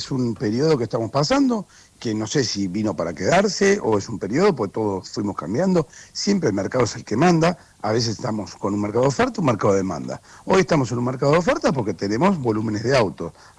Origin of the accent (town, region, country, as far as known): Argentina